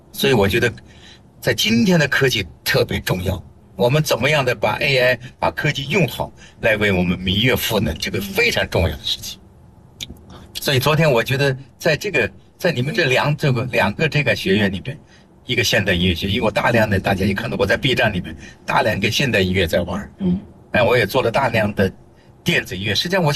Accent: China

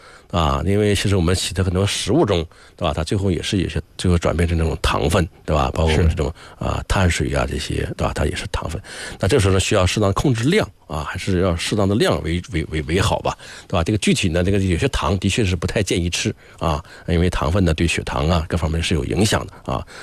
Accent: China; 我们中国人

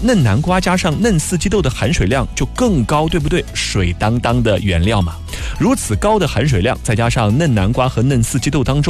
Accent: Guizhou, China; now in Nanjing, China; 作为一个贵州人，我要给你们隆重推荐一下全网都在看的贵州省汤素瓜豆。

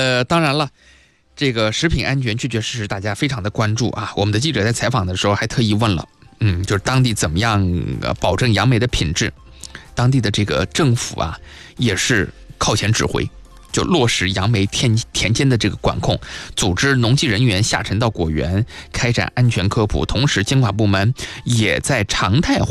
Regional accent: Jiangsu, China; 咱们江苏人

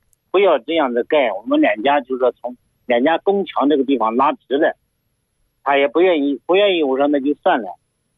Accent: Anhui, China; 我们老家安徽农村的

